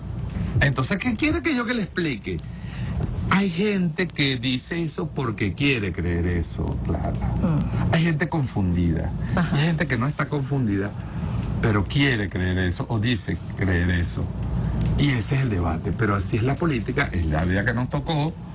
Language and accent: Spanish; Venezuela; todos somos venezolanos